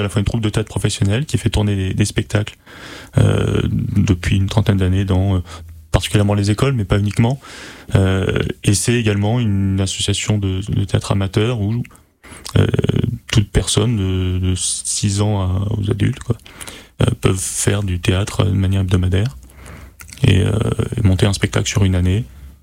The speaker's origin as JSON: {"language": "French", "town": "Paris", "region": "Île-de-France", "country": "France", "moved": "yes", "said": "je viens de Paris à la base."}